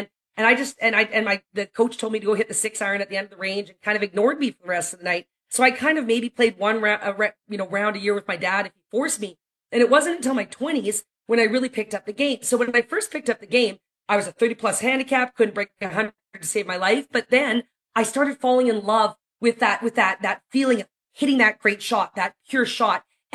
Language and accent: English; Calgary, Alberta, Canada; So this week, we're so fortunate to have the Champions Tour in my hometown of Calgary, Alberta.